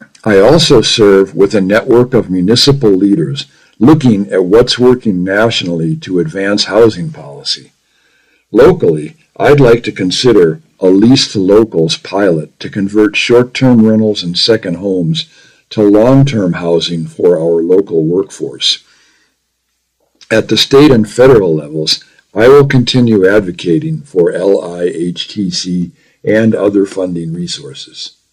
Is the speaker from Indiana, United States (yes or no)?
no; Flagstaff, Arizona, United States; I grew up in Flagstaff, and I know how difficult it has become to stay in the community we love.